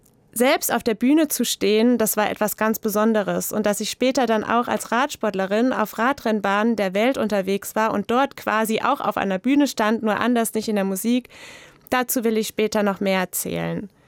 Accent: Kaiserslautern, Rhineland-Palatinate, Germany; in Kaiserslautern, in der Stadt, aus der ich komme

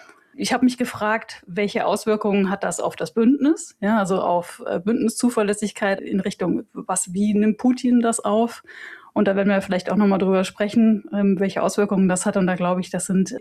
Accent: Hesse, Germany; Ich komme aus Hessen, ja.

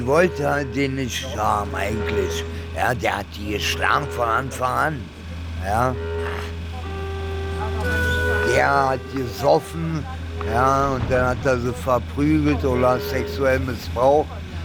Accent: Germany; also born or lived in Italy; Ich bin in Italien geboren, sagen wir mal so.

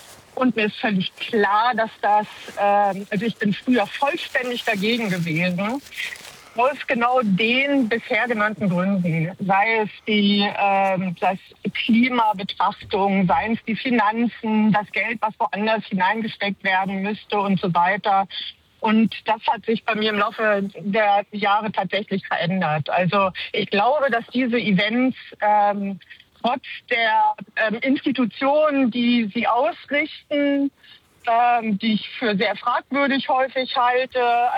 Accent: Hamburg, Germany; Aber ich bin ja auch Hamburgerin, also wird es schon schön sein.

